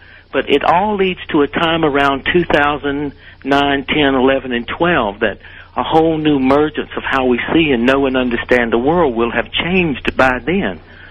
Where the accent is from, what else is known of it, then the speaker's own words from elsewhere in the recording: Deep South, United States; I mean, I come from the Deep South. You know, everybody goes to hell down there